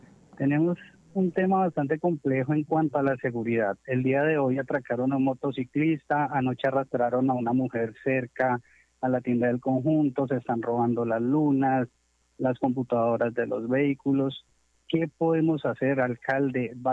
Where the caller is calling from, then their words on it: Villavicencio, Meta, Colombia; Yo soy el presidente del Consejo de Pasoyano 4 de Hacienda Rosa Blanca, Los Amarilo.